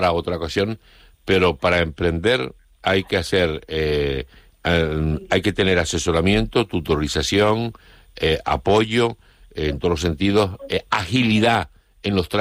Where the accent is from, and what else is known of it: Canary Islands, Spain